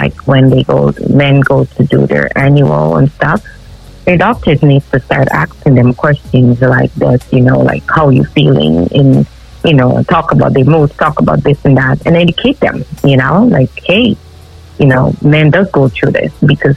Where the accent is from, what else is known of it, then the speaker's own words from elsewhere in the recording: Ghana; growing up in Ghana